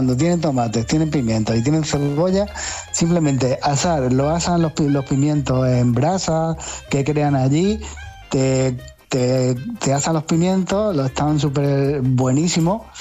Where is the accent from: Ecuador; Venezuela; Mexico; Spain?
Spain; Pozo Alcón, Andalusia; moved away; Cuando vamos a mi pueblo, a Pozalcón